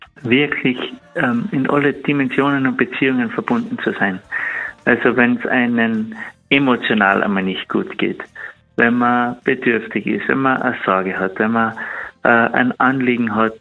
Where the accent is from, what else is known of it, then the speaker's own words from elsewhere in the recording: Salzburg, Austria; ich schätze es immer sehr als Salzburger.